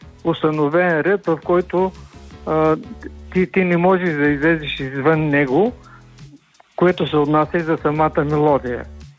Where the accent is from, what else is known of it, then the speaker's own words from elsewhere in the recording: Yambol, Yambol Province, Bulgaria; а моя роден град си е Ямбол.